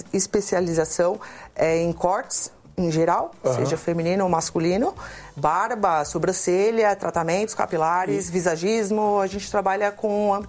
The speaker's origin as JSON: {"language": "Portuguese", "region": "São Paulo", "country": "Brazil", "tie": "born or raised there", "lives_now": "Itapecerica da Serra, Brazil", "said": "Eu nasci em São Paulo e fui criada no Capão Redondo."}